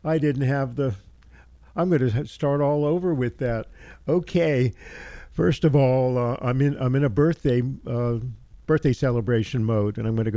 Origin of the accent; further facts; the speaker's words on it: Baltimore, Maryland, United States; now in Maui, United States; born in my hometown of Baltimore